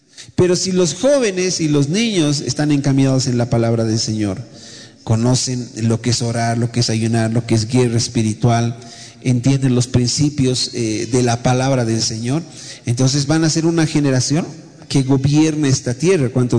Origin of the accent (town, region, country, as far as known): Bolivia